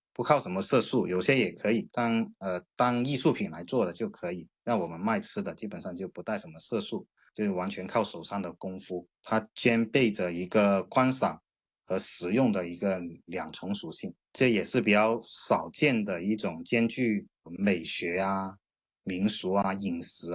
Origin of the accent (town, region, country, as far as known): Lingnan, China